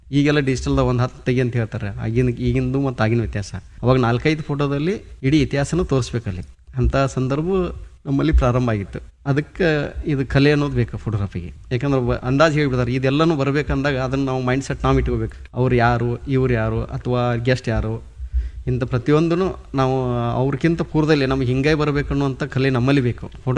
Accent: Karnataka, India; ನಮ್ಮ ಸವದತ್ತಿ ತಾಲೂಕು ನಮ್ಮ ಹಳ್ಳಿಯಿಂದ

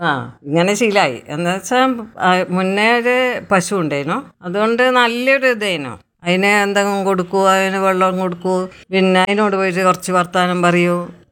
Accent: Kanhileri, Kerala, India; moved away as an adult; സ്വന്തം വീട് കാഞ്ഞിലേരി.

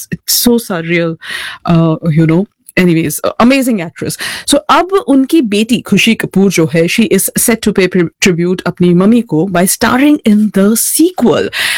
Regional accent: Varanasi, Uttar Pradesh, India; And she is like बनारसिया। यदि मैं बनारस से हूँ, एंड जब जब ये गाना सुनती हूँ

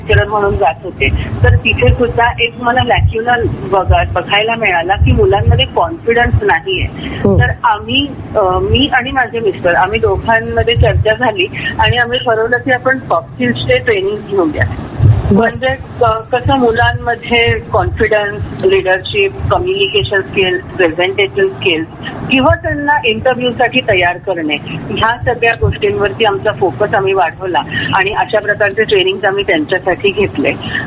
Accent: Nashik, Maharashtra, India; also born or lived in Gujarat; माझं बालपण ऍक्च्युली नाशिकला गेलं. वडिलांची फिरकीची नोकरी होती.

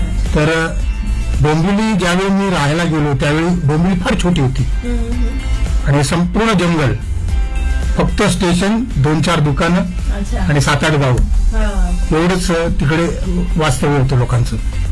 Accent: Mumbai, Maharashtra, India; born there; also born or lived in Dombivli; मी आधी मुंबईत राहायचो. Okay. वरळी कोळीवाडा हे माझं गाव आणि कोळीवाडा म्हटलं की संपूर्ण कोळ्यांचं गाव येते. आणि माझे वडील होते बॉम्बे पोर्ट ट्रस्ट मध्ये कामाला आणि मी राहायचो कॉलनीमध्ये, डिप्टी कॉलनीमध्ये.

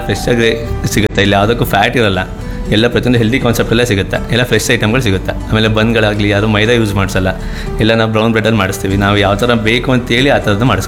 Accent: Chikkamagaluru district, Karnataka, India; born there; now in Shivamogga, India; ನಾವು ಹುಟ್ಟಿದ್ದು ಬೀದೂರು, ಚಿಕ್ಕಮಗಳೂರು ಡಿಸ್ಟಿಕ್. ಈಗ ಇರೋದೆಲ್ಲ ಶಿವಮೊಗ್ಗದಲ್ಲೇ.

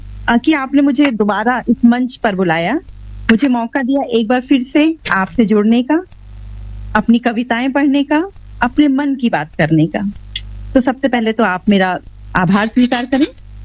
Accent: Narmadapuram, Madhya Pradesh, India; मुझे यहाँ नर्मदापुरम में, क्योंकि यहाँ नर्मदा जी हैं तो मुझे मेरे शहर से बहुत प्यार है।

